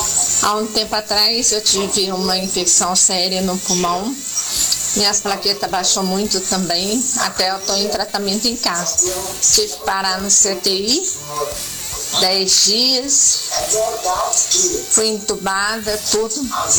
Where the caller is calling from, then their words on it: Varginha, Minas Gerais, Brazil; Eu sou de Varginha